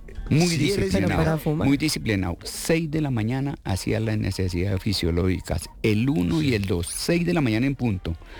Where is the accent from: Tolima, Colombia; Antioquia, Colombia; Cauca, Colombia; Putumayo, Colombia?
Tolima, Colombia; Chaparral; accent: tolimense; moved away; Yo soy de provincias, yo soy de un pueblo que se llama Chaparral, Tolima.